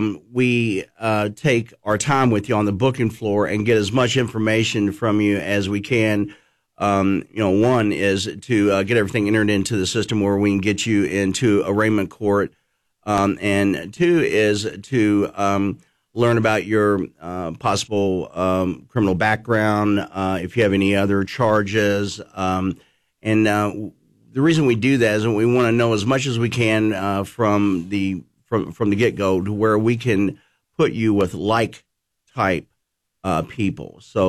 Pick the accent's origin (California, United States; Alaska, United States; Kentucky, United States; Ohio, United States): Kentucky, United States; Louisville; born there; moved away as an adult; now in Lexington, United States; Louisville, yes, sir.